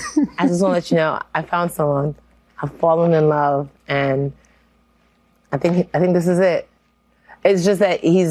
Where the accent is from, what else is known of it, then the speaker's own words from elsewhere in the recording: Nigeria; But because I'm Nigerian, I can't just to have a hobby.